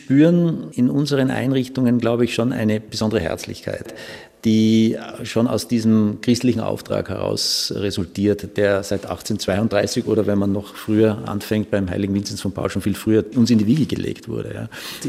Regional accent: Tyrol, Austria; now in Vienna, Austria; ich bin in Tirol aufgewachsen und bin da schon sehr christlich sozialisiert worden, weil es einfach Teil unseres Dorflebens war. Ja. Ich bin da in einem kleinen Ort im Ötztal aufgewachsen.

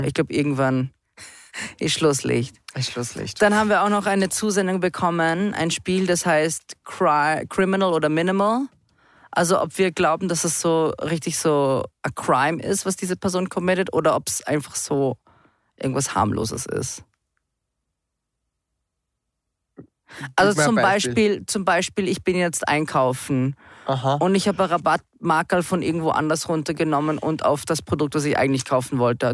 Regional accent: Carinthia, Austria; Haben Werwolf um ein Lagerfeuer gespielt bei uns in Kärnten.

